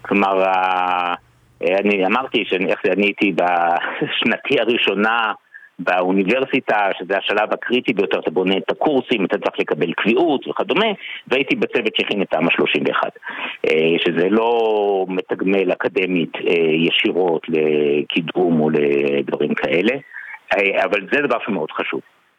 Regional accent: Jerusalem, Jerusalem District, Israel; אני ירושלמי

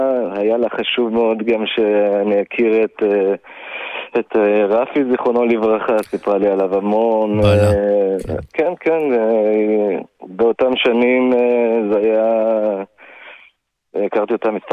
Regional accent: Tel Aviv, Tel Aviv District, Israel; moved away as an adult; now in Galilee, Israel; נולדתי בתל אביב, לא רחוק, היא גדלה לא רחוק מסדרות רוטשילד, אני גדלתי בדוד המלך, זורים לא רחוקים, שנינו הגענו לגליל, ויצא לנו להכיר, אני הגעתי למסגבם, היא הגיעה למנרה

